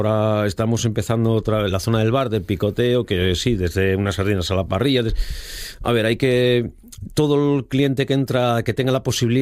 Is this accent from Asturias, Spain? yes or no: yes; Asturias, Spain; como buenos asturianos que somos